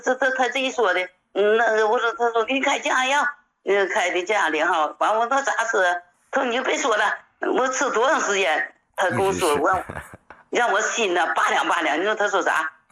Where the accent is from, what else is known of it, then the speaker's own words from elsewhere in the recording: Fushun, Liaoning, China; 我是来自辽宁抚顺的。